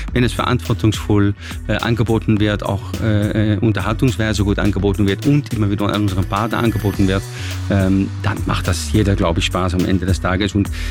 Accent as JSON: {"language": "German", "country": "Netherlands", "second_language": "German", "moved": "yes", "lives_now": "Austria", "said": "ich bin Holländer, wie Sie wissen, vielleicht auch hören"}